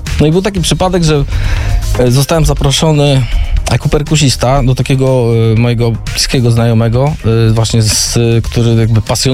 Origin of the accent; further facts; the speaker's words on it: Świecie, Kuyavian-Pomeranian Voivodeship, Poland; now in Toruń, Poland; Ja pochodzę w sumie ze świecia, ale już w Toruniu.